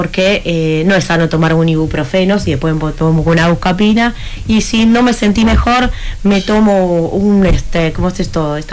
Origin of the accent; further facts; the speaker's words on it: Lomas de Zamora, Buenos Aires Province, Argentina; yo soy lomense